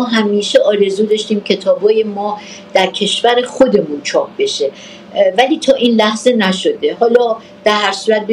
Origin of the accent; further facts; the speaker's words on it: Iran; به عنوان یک ایرانی